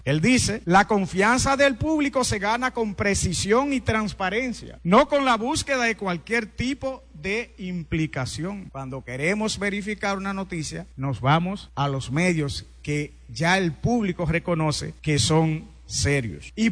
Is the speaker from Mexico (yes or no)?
no; Dominican Republic